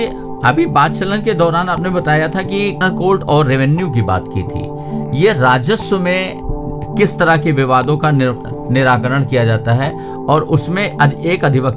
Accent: Gonda district, Uttar Pradesh, India; मैं गोंडा जनपद का निवासी हूं

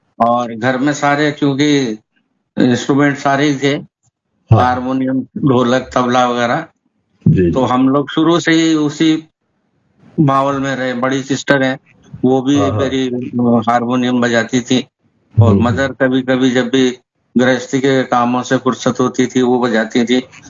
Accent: Kota, Rajasthan, India; also born or lived in Jhalrapatan, Jhalawar / Sawai Madhopur; उस समय वहाँ माधोपुर था, सवाई माधोपुर, तो वहां से मैंने पहली क्लास तो वहां से की। उसके बाद हम लोग कोटा ट्रांसफर हो गया पिताजी का, और उसके बाद हमेशा कोटा में ही रहे, सारी शिक्षा कोटा में ही हुई है मेरी।

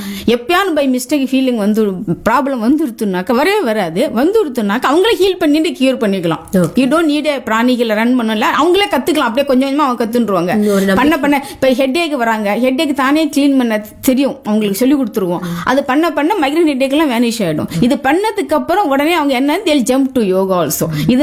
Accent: Tamil Nadu, India; born there; moved away; நான் வந்து தமிழ்நாடு பொண்ணு, ஆக்சுவலி தமிழ்நாட்டில் தானே நாங்கள் பிறந்தோம்

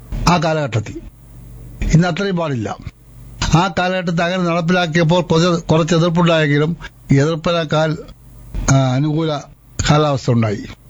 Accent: Vellanad, Kerala, India

